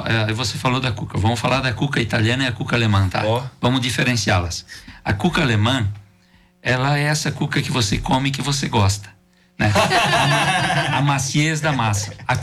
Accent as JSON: {"language": "Portuguese", "country": "Brazil", "said": "sind ich brasilianis, muss langsam sprechen. Sou brasileiro, tem que falar devagar."}